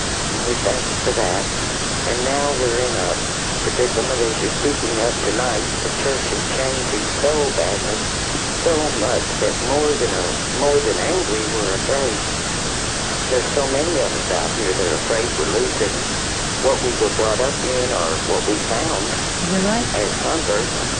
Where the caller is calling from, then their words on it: Texas, United States; I'm from Northern Texas.